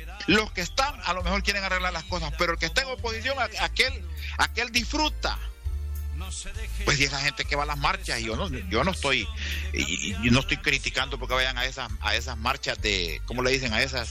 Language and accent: Spanish; Honduras; Yo como hondureño